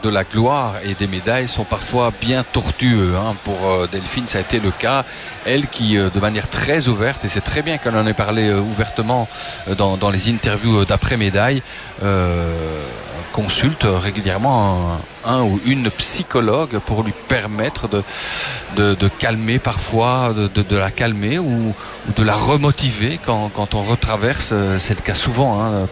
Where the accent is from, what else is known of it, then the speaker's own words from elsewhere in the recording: Belgium; chez nous en Belgique